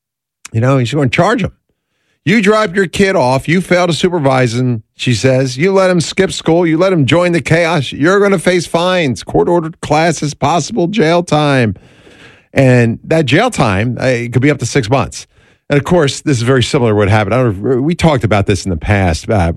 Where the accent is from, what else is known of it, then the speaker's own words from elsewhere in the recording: East Coast, United States; accent: East Coast; Nick and I were just talking about my East Coast accent occasionally coming out.